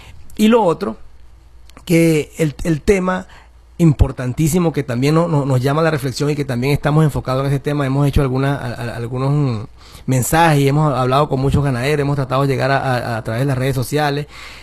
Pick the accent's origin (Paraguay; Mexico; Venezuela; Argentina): Venezuela; nosotros necesitamos como venezolanos